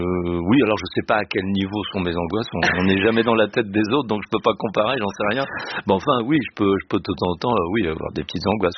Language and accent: French; Le Havre, Normandy, France; Moi, je suis du Havre.